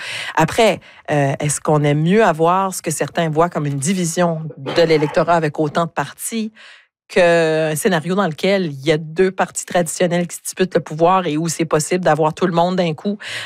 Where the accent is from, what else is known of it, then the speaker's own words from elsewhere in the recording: Acadia, Canada; je suis acadienne